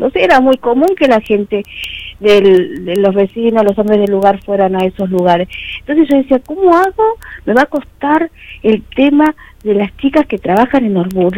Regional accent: Santa Cruz, Argentina; nos atraviesa a todos los santacruceños

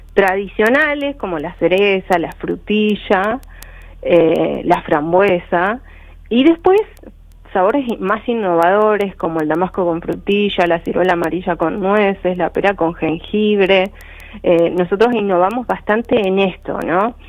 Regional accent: Los Antiguos, Santa Cruz, Argentina; born there; also born or lived in Río Gallegos; Yo volví a mi pueblo

